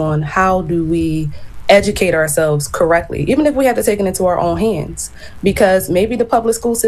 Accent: United States; I am a proud American woman, and that acknowledges the accomplishments of my African ancestors, who in fact were present prior to European colonization.

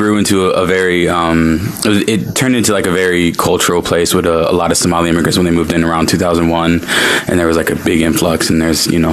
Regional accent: St. Cloud, Minnesota, United States; also born or lived in Delaware; I was actually born in Delaware, and I was raised in Minnesota.

